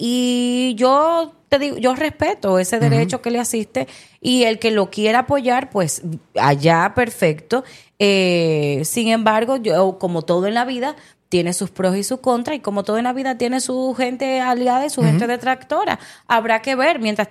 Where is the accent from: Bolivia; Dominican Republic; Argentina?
Dominican Republic; Santiago de los Caballeros, Santiago; now in Santo Domingo, Dominican Republic; como buena santiaguera, cibaeña y mujer trabajadora